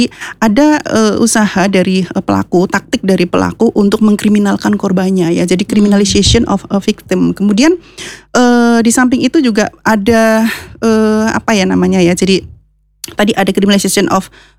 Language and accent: Indonesian; Purwojati, Central Java, Indonesia; now in Purwokerto, Indonesia; Cuma saya sudah tinggal di stay di Purwokerto sekarang ini, tapi saya aslinya dari Purwojati.